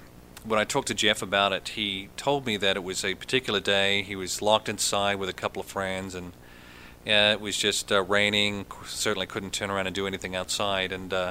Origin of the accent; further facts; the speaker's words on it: New Zealand; born or raised there